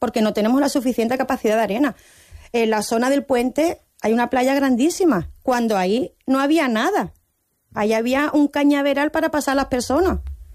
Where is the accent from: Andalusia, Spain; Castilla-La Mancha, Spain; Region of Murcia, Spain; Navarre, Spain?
Andalusia, Spain; Algeciras; somos muchos ciudadanos de Algeciras